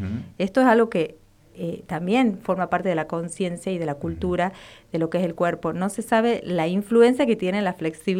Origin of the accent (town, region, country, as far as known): Tucumán, Argentina; now in Catamarca, Argentina